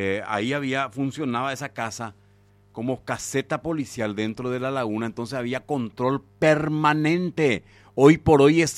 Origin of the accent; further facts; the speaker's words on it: Paraguay; 40 años atrás, ¿en cómo vivíamos en Paraguay?